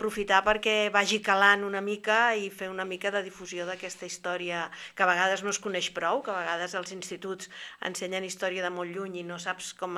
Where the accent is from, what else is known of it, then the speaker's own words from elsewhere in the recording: Vilassar de Mar, Catalonia, Spain; born there; also born or lived in Barcelona / El Masnou; vaig venir al Maresme amb, no sé, potser 9 anys o així, i des dels 13, que primer al Masnou i des dels 13 a Vilassar, i m'he integrat totalment. Sí, tinc molt clar que Vilassar de Mar és el meu poble i que sóc del Maresme.